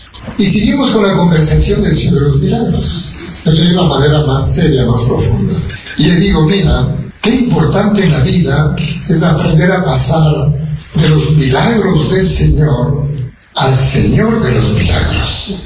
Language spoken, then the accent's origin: Spanish; Azogues, Cañar, Ecuador; la advocación de la Virgen de la Nube se venera en mi tierra, en Azogues, en un gran santuario.